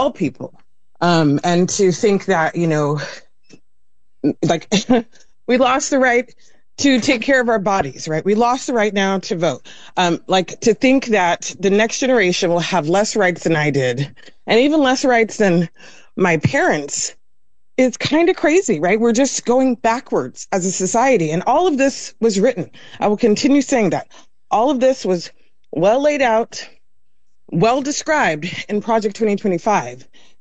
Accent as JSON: {"language": "English", "country": "United States", "said": "as the American people"}